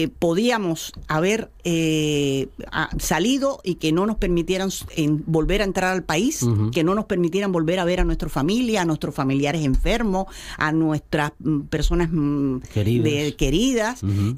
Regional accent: Cuba; now in Gijón, Spain; para nosotros, como cubanos, como personas que estamos tratando de llevar adelante nuestra vida, ¿por qué? Porque la vida es una sola y porque no puedes seguir bajo la protección de un Estado que no te permite avanzar, uh-huh, pues sencillamente llegamos a Gijón

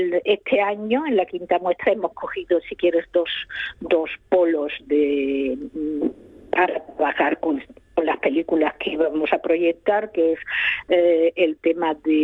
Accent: Madrid, Community of Madrid, Spain; Pues mira, yo que vengo de Madrid, en Alcalá de Henares se está haciendo ahora mismo.

